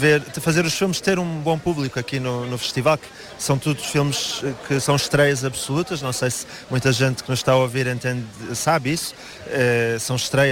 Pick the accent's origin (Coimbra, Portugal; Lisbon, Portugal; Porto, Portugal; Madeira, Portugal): Lisbon, Portugal